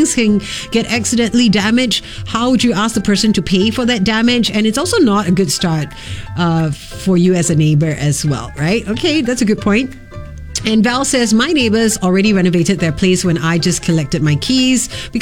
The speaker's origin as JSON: {"language": "English", "country": "Singapore"}